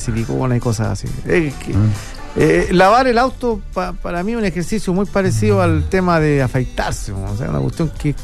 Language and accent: Spanish; Chile; yo como chileno